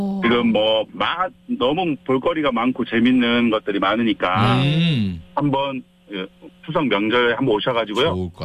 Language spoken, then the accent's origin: Korean; Yeosu, South Jeolla, South Korea; accent: Jeolla dialect; 제 고향은 여수인데요.